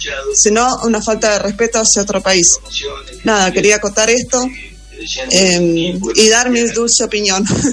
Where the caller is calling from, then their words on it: Argentina; Yo entiendo que somos argentinos